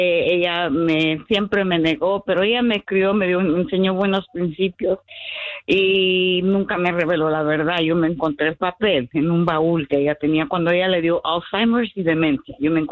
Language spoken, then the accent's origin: Spanish; Chihuahua, Mexico; Ah, sí tengo la casa, sí sé que soy chihuahuense.